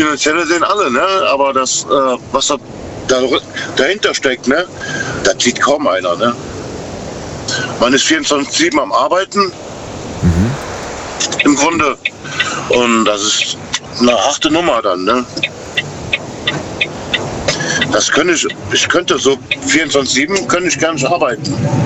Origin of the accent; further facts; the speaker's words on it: Rhineland, Germany; Also ich bin Rheinländer.